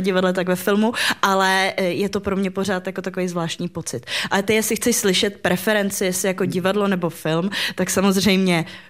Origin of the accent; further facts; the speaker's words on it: Prague, Czechia; Já jsem bohužel jediná černá ovce rodiny, všichni se narodili na Moravě a já jediná jsem ta Pražačka